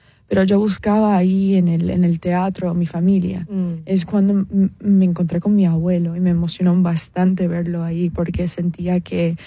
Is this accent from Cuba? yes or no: yes; Cuba; moved away; Bueno, como cubana en el exilio, yo sí le doy mucha importancia